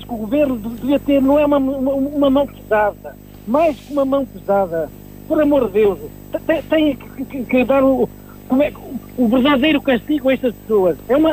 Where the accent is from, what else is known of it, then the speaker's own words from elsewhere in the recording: São João da Pesqueira, Norte, Portugal; now in Normandy, France; De São João da Pesqueira, o concelho, a minha aldeia